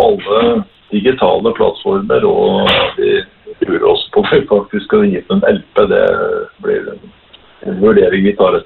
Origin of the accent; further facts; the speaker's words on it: Rjukan, Telemark, Norway; moved away; jeg var jo veldig ivrig med platespilleren hjemme på Rjukan i alle år